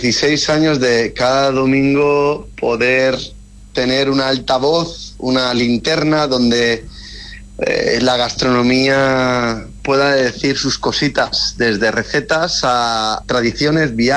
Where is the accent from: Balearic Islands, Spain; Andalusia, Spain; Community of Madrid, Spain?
Balearic Islands, Spain